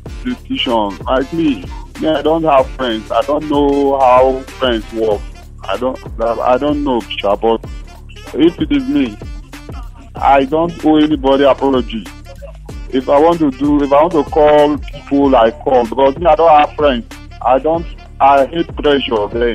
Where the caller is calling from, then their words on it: Port Harcourt, Rivers, Nigeria; Port Harcourt.